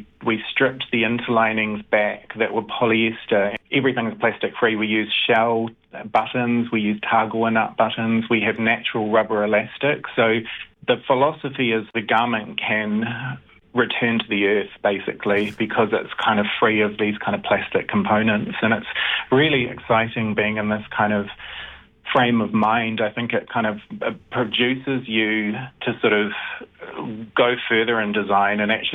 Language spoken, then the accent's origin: English; Wanaka, Otago, New Zealand; moved away as an adult; also born or lived in Wellington; when I was growing up in Wanaka